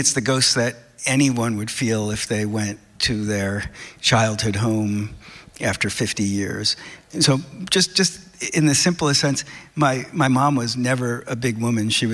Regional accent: New Jersey, United States; now in Boston, United States; And I was going from Boston to New Jersey 1 week out of every month and spending it there. And so I was in the house that I grew up

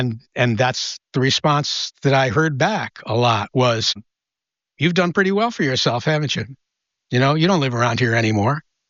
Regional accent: Gloversville, New York, United States; which took place in fictional towns that were, avatars for my hometown of Gloversville. And then later on, by the time I got to Bridge of Sighs, I called it Thomaston, but again, it was very recognizable as a town based on upstate New York and Gloversville in particular.

